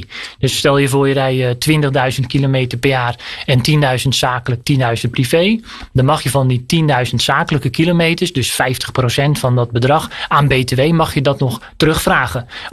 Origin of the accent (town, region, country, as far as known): North Holland, Netherlands